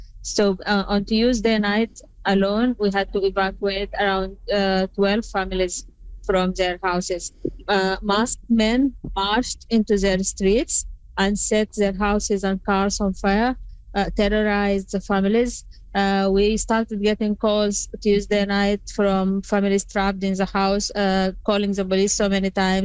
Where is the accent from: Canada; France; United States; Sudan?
Sudan; I'm one of them. I am from Sudan too.